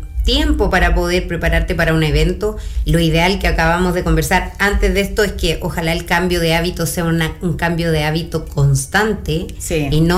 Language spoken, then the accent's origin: Spanish; Chile